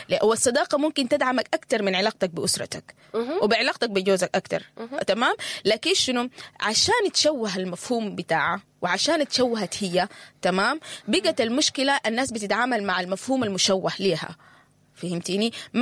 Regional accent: Sudan; يعني إحنا كمجتمع سوداني

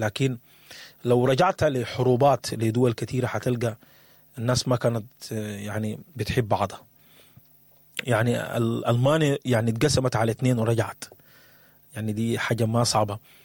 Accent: Sudan; أنا وإنت كسوداني

